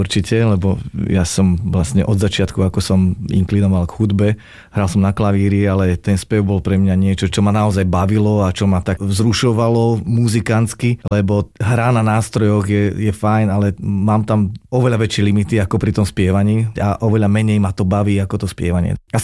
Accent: Veľký Krtíš, Banská Bystrica Region, Slovakia; Som vyrastal vo Veľkom Krtíši, neboli veľké možnosti niekam

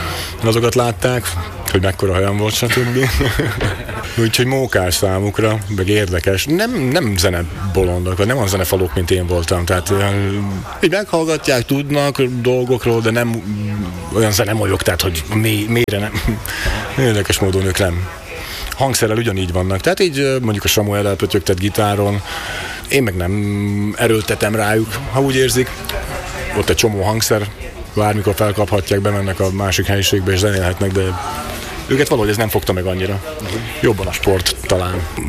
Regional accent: Nové Zámky, Nitra Region, Slovakia; also born or lived in London; Újvár és környékén azt hiszem, hogy itt leginkább, mert innen származunk.

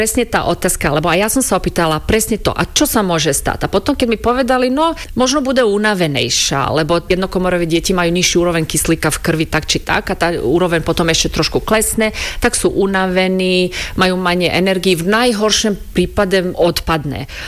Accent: Croatia; Slovak is a second language; now in Slovakia; ja ako Chorvátka z Chorvátska pri mori

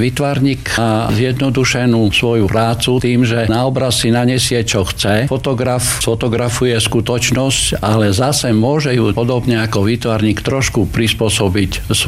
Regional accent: Stropkov, Prešov Region, Slovakia; pochádzam zo Stropkova

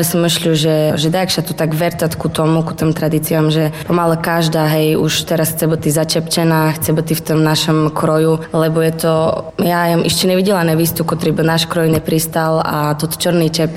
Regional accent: Jakubany, Prešov Region, Slovakia; v našom seli, kde sa my naše stretneme, Jakubianci

